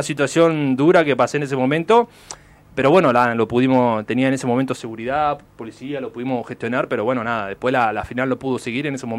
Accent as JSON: {"language": "Spanish", "town": "General Roca", "region": "Río Negro", "country": "Argentina", "said": "Yo soy de Roca."}